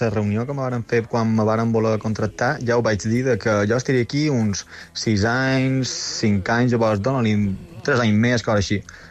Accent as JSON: {"language": "Catalan", "town": "Inca", "region": "Balearic Islands", "country": "Spain", "said": "Jo soc d'Inca, Inquero."}